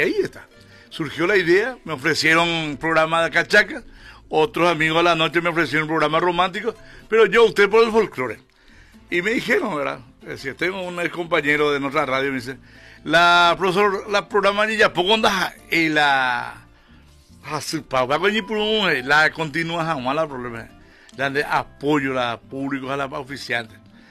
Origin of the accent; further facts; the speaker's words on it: Paraguay; todos los paraguayos decimos que la guarania es paraguaya, que la polca es paraguaya